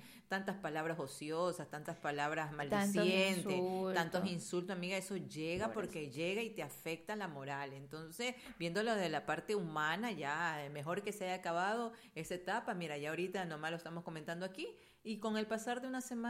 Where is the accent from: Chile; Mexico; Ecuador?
Ecuador; Incluso ahí en España tienen los ecuatorianos un apodo tenemos